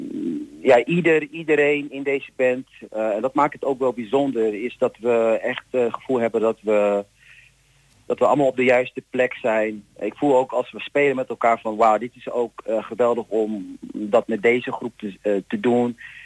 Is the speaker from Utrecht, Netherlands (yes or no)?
no; Alphen aan den Rijn, South Holland, Netherlands; in Park Villa, natuurlijk in Alphen, waar ik vandaan kom.